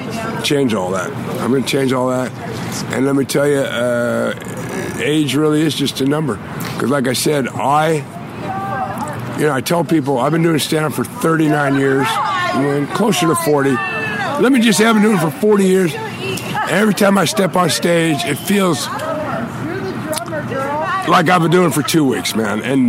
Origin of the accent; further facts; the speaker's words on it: Wheeling, West Virginia, United States; also born or lived in Hollywood; now in Toronto, Canada; I'm from Wheeling, West Virginia. And I went home for the first time in 27 years last summer